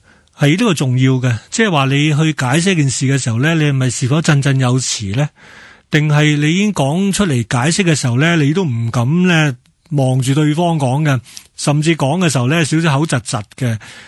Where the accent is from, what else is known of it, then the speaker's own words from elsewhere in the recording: Hong Kong; first language Cantonese; 母语系我哋自己喺香港嘅一种身份认同啦，系咪讲广东话由小到大。